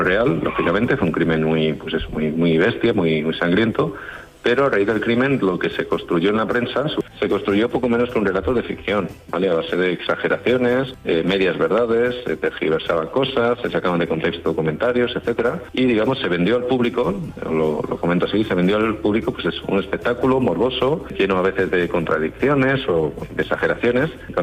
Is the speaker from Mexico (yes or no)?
no; Extremadura, Spain; Soy extremeño, como tías, de la Sierra de Gata